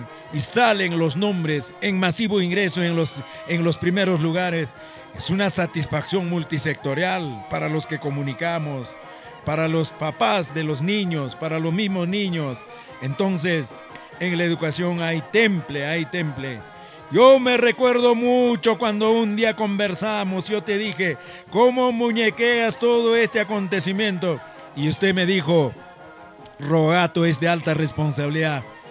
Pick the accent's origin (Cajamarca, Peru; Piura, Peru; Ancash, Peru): Ancash, Peru; Yo soy de Collahuasi